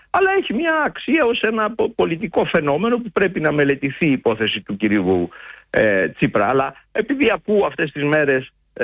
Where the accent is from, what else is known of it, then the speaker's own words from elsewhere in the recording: Thessaly, Greece; Όποιος καεί στο χυλό, φυσάει και το γιαούρτι, λένε στην πατρίδα μου, τη Θεσσαλία.